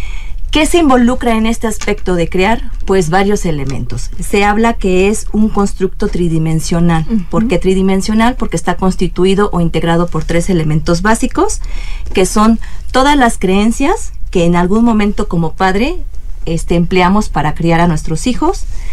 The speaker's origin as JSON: {"language": "Spanish", "country": "Mexico"}